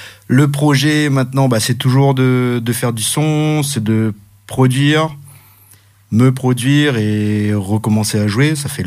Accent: Réunion; moved away as an adult; now in Cléder, France; moi je suis de la Réunion, j'ai débarqué du côté de Cléder en 2014. … on était trois dedans à la Réunion.

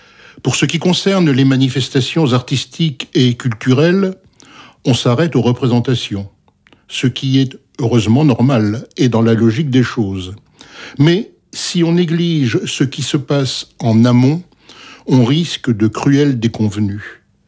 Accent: Lille, Hauts-de-France, France; moved away as an adult; je suis resté 20 ans à Lille, donc c'est là que je suis né.

